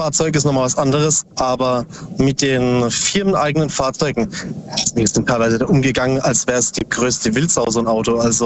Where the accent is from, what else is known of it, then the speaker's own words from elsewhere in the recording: Bruchsal, Baden-Württemberg, Germany; Aus Substadt Weiher, nee, Bruchsal.